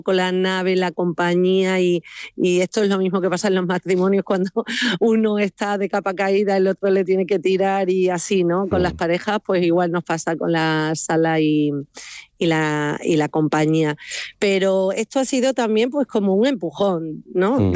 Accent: Cáceres, Extremadura, Spain; Yo soy cacereña.

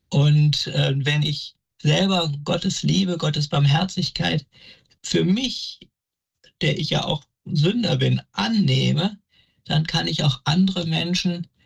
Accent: Wesel, North Rhine-Westphalia, Germany; komme gebürtig aus der Pfarrei Herz Jesu in Wesel

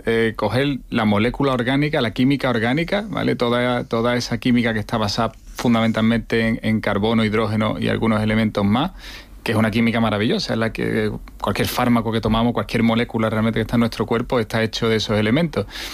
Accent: Seville, Andalusia, Spain; moved away as an adult; Yo vine a Sevilla porque soy de Sevilla y hice mi tesis, de hecho, en ese mismo sitio

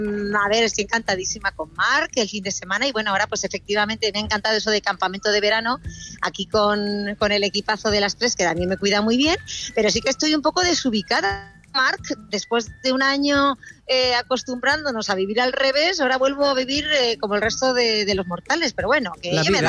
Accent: Basque Country, Spain; yo soy vasco-granadina

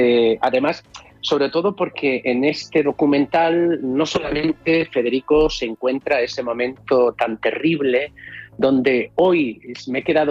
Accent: Navarre, Spain; born there; No, hombre, también, porque soy navarro de nacimiento.

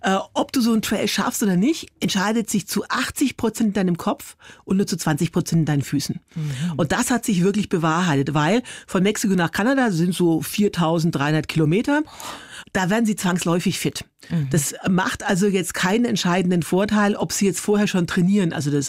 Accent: Forchheim, Bavaria, Germany; Also ich komme so aus Franken. Jetzt mal Grüße an alle Forchheimer.

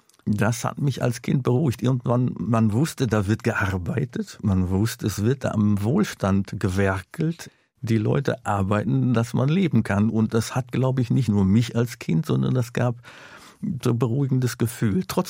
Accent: Duisburg, North Rhine-Westphalia, Germany; ich bin aufgewachsen in Duisburg-Marxloh. Das ist der berüchtigste Stadtteil bis heute. Er war damals pechschwarz, einfach durch die Kohle, durch den Ruß, durch die Emissionen überall. Es stank gewaltig

